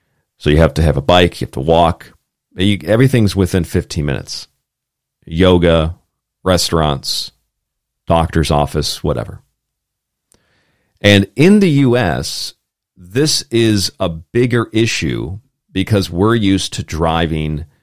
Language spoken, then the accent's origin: English; United States; I mean, I'm an American.